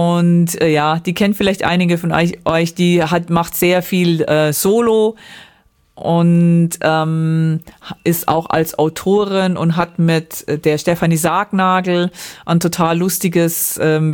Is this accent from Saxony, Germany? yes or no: no; Baden-Württemberg, Germany; moved away; also ich komme aus der Nähe von Ulm